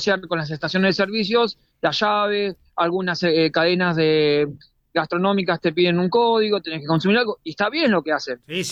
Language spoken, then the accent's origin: Spanish; Mar del Plata, Buenos Aires Province, Argentina; me venía a trabajar acá a Mar del Plata, dije, listo, ya está, la vida me está hablando, mi pueblo natal, mi ciudad natal me está diciendo, tráelo.